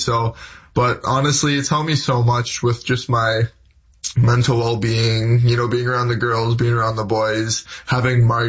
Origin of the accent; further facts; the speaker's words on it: Hamilton, Ontario, Canada; So, you know, when I'm in New York and they're like, where are you from? I'm always like, I'm from Toronto. And it's a little bit easier because they know where that is.